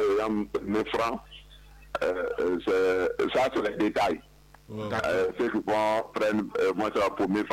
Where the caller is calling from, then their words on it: Grand-Lahou, Grands-Ponts, Côte d’Ivoire; J'appelle de Grand Laou